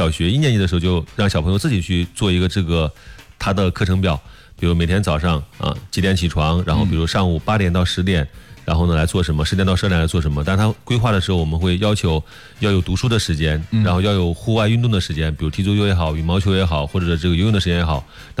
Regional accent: Anyang, Henan, China; moved away; 因为我老家是安阳的

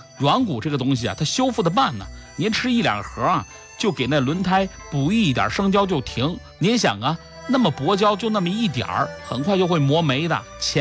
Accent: Henan, China; 咱们河南人一辈子为了家庭，为了土地出力流汗

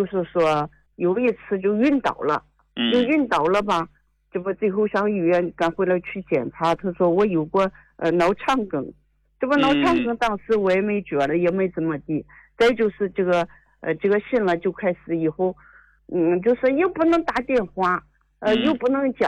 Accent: Yantai, Shandong, China; 我是烟台的。

